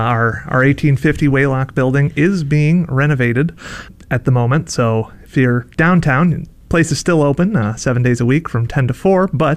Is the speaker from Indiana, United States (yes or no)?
no; Chittenango, New York, United States; I'm myself from Central New York. I'm from Chittenango originally.